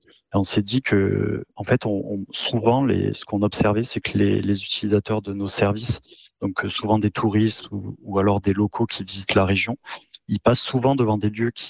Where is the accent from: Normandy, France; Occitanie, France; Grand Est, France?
Occitanie, France; Montpellier; même les fondateurs, Eric et moi, on est même natifs de Montpellier.